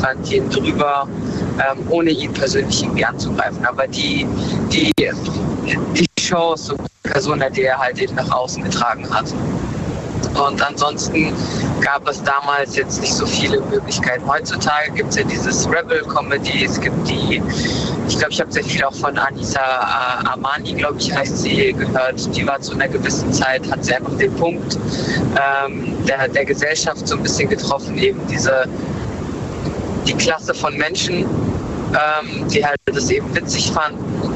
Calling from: Frankfurt, Hesse, Germany; Aus Frankfurt.

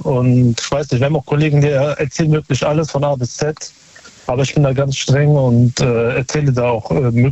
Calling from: North Rhine-Westphalia, Germany; Aus Nähe Köln.

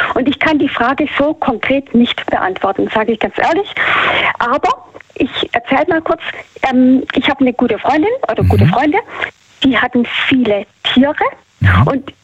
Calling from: Baden-Württemberg, Germany; Kreis Böblingen Richtung Stuttgart.

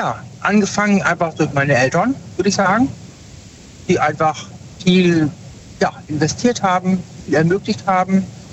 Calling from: Cologne, North Rhine-Westphalia, Germany; Aus dem Raum Köln.

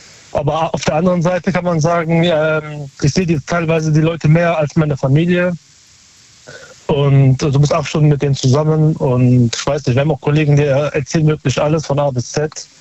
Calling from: Berlin, Germany; Aus Neukölln.

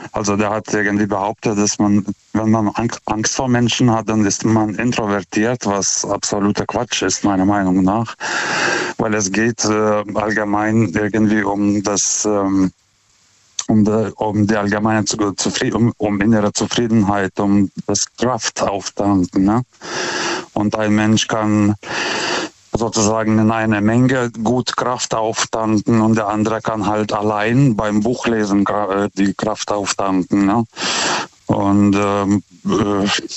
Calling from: Karlsruhe, Baden-Württemberg, Germany; German is a second language; aus Karlsruhe. Ich rufe zum zweiten Mal an.

